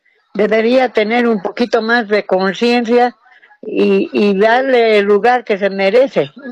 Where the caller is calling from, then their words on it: Cochabamba, Bolivia; De Cochabamba.